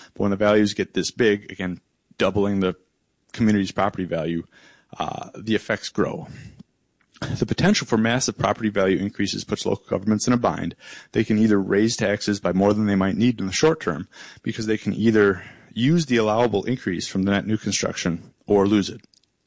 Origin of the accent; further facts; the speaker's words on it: Beaver Dam, Wisconsin, United States; In fact, I grew up in Beaver Dam. I can almost guarantee you that the leaders of Beaver Dam would not make that choice.